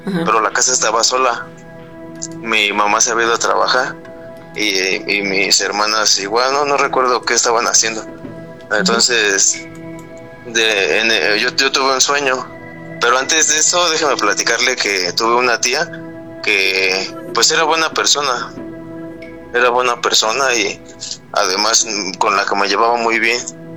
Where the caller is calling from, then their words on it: Mexico City, Mexico; Yo soy de la Ciudad de México, Iztapalapa.